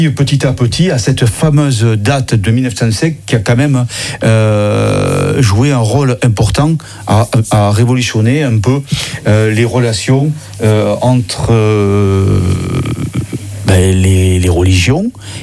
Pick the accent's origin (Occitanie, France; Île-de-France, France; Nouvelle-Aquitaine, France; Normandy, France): Occitanie, France; notamment ici, chez nous, dans le Gard